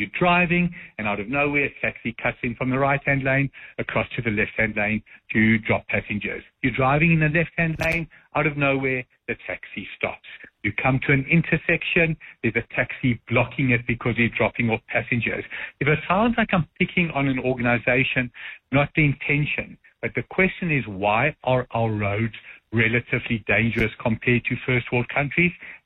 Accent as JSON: {"language": "English", "country": "South Africa", "said": "I'm proudly South African."}